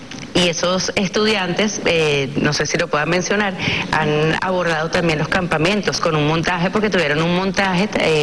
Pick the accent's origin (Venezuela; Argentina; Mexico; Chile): Venezuela; somos venezolanos